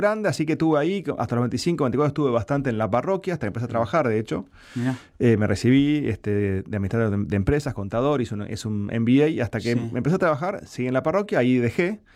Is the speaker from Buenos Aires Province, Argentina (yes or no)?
yes; Olivos, Buenos Aires Province, Argentina; Me crié en La Lucila, en Olivos.